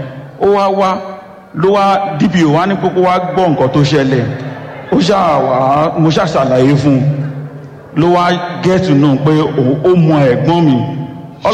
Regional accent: Ibadan, Oyo, Nigeria; also born or lived in Abuja; mo wá láti Ìbàdàn.

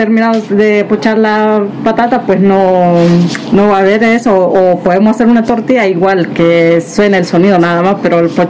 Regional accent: Nicaragua; now in San Sebastián, Spain

